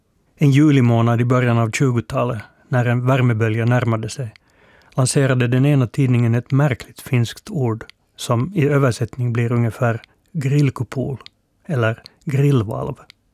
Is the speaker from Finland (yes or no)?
yes; Helsinki, Uusimaa, Finland; accent: Finland Swedish; I Helsingfors, som jag kommer ifrån